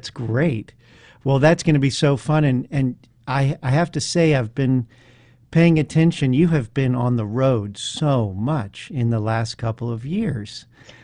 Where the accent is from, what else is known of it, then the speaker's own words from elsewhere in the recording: Chapel Hill, North Carolina, United States; I was raised in Chapel Hill